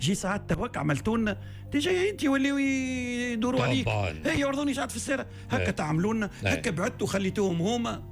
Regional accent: Matmata, Gabès Governorate, Tunisia; انا محافظ جنوبي من مطماطة، وكلنا التوانسه

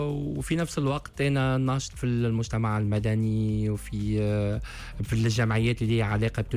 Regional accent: Tunisia

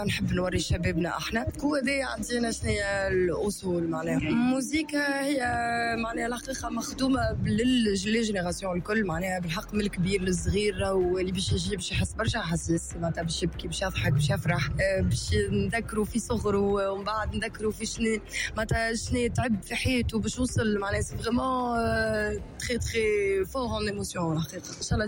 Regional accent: Tunisia

